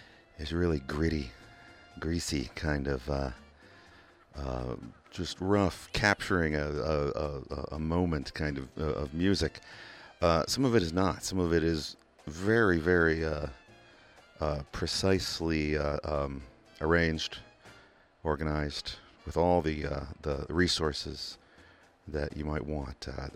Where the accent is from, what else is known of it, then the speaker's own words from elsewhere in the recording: England, United Kingdom; moved away; You can't tell from my accent, but I grew up in England and go back as often as possible.